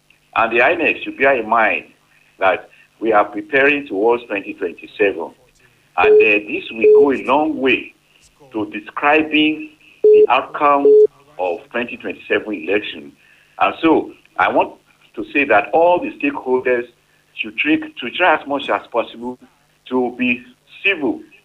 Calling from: Iwaroka, Osun, Nigeria; I'm calling from Iwaroka.

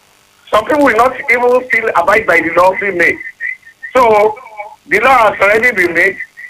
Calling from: Owo, Ondo, Nigeria; Good morning … from Owo.

